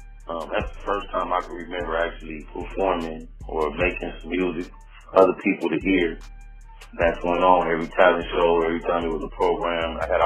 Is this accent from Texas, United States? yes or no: no; Compton, California, United States; I'm from Compton, slash Los Angeles, South Central, California.